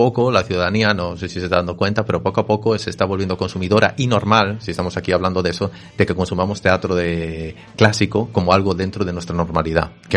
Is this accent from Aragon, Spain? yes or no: no; A Coruña, Galicia, Spain; soy de Monte Alto, muy cerrado, así que la playa de San Amaro para mí es mágica. Es la playa de mi niñez, donde iba de pequeño con mi familia